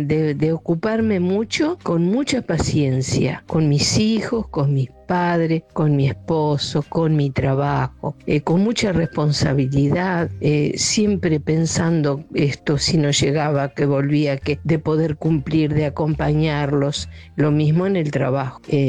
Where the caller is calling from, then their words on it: Arroyo Seco, Santa Fe, Argentina; de Arroyo Seco.